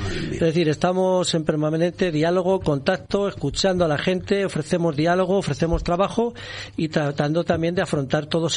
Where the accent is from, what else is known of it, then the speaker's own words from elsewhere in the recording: Arévalo, Castile and León, Spain; also born or lived in Ávila; nosotros arévales. Somos de la Moraña, somos de Arévalo, bueno, pues tenemos más relación quizá con las provincias, con el sur de Valladolid, con Segovia, con Salamanca